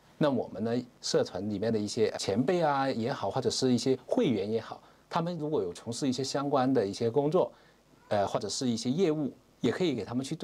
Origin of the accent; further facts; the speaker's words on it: Wuyi, Guangdong, China; moved away as an adult; 其实我们五亿人呢是海外非常多的